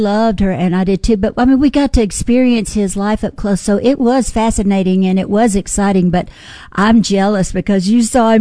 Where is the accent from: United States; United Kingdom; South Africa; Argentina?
United States; Memphis, Tennessee; you can't be born and raised in Memphis, Tennessee and not have some